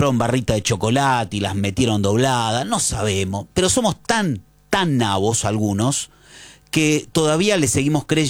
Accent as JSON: {"language": "Spanish", "country": "Argentina", "said": "algo que nos haga sentir bien como argentinos, no."}